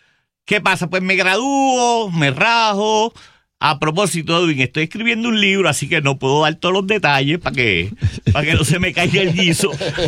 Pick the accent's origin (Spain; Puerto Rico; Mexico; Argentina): Puerto Rico; Guaynabo; moved away as an adult; also born or lived in New York; nos criamos juntos ahí en Guaynabo City, donde estamos hoy en día.